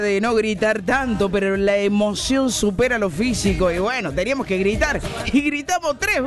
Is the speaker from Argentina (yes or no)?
yes; Argentina; Yo pido disculpa por mi voz, pero bueno, soy argentina.